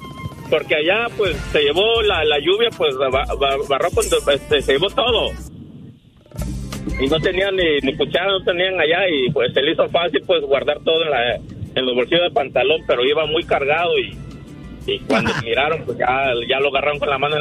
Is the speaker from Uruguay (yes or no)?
no; Ohio, United States; now in Vista, United States; Vengo de Vista, California, soy de Ohio.